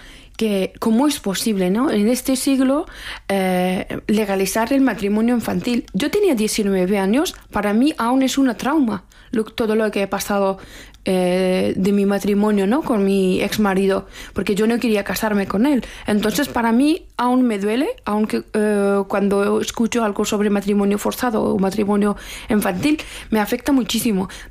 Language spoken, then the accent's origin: Spanish; Afghanistan; Spanish is a second language; moved away; cuando yo salí de Afganistán salí con una bandera de Afganistán y no tenía nada